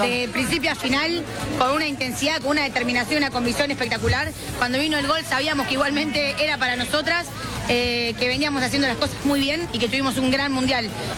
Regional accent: Argentina; Ahí sabemos que somos como argentinas, todo cuesta un poquito más

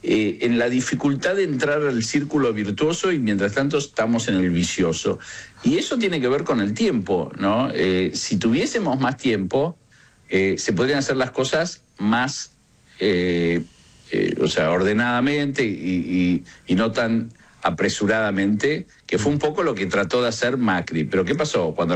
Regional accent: Argentina; los otros éramos argentinos

